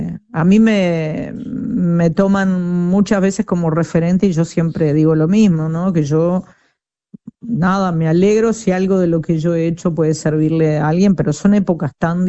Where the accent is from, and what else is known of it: Uruguay